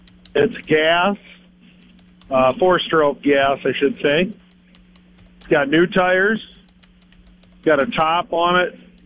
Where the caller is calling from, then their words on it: Alpena, South Dakota, United States; from Alpena.